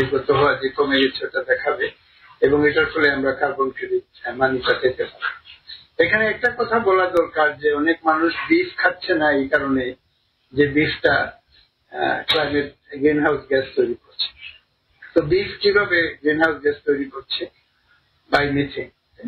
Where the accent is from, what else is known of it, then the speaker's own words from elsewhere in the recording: Bangladesh; তো আমি যেহেতু বাংলাদেশের মানুষ এবং এটা যেহেতু আমার নিজের ডিসকভারি